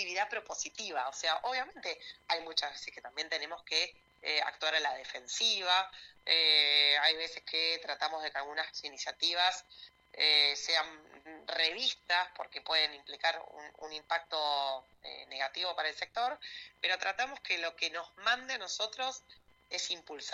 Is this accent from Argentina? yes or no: yes; Argentina